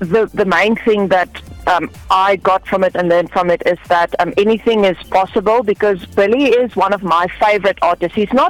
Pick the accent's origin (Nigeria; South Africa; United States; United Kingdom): South Africa; oh, I'm from South Africa and I don't know, like, if my music, you know, is up to standard to the rest of the world.